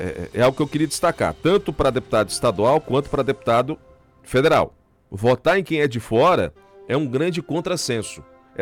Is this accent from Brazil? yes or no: yes; Arcoverde, Pernambuco, Brazil; Não, vou botar mais perto, eu sou de Arco Verde.